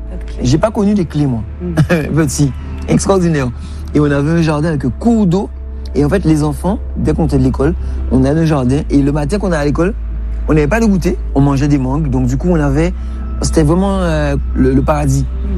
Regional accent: Guadeloupe; now in Paris, France; Mes deux parents sont ici, mais moi je suis né en Guadeloupe.

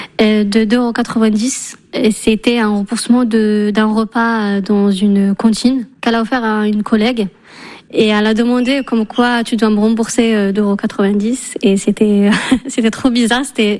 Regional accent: Algeria; now in Paris, France; je suis algérienne et je suis étudiante en Master 1 Santé publique à Paris-Cité.

